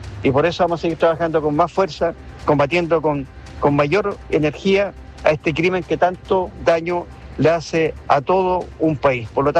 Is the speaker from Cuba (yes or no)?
no; Chile